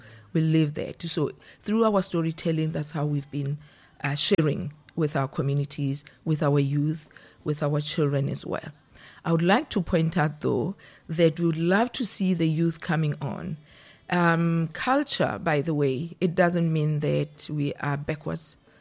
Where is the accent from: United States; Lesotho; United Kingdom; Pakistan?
Lesotho; now in Guyana; from Southern Africa part. I am Mosotho, I speak Sesotho. I am from the Batlogwa Nation.